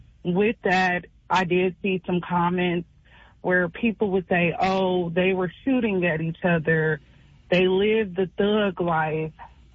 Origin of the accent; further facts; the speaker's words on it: Champaign, Illinois, United States; So I'm born and raised in Champaign. My family is from Champaign, Urbana.